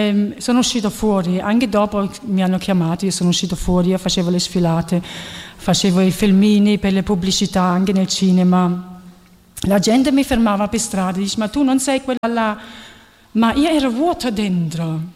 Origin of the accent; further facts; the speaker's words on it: Germany; io sono nata e cresciuta in Germania, però i miei genitori sono di Torre Annunziata, cioè di Napoli.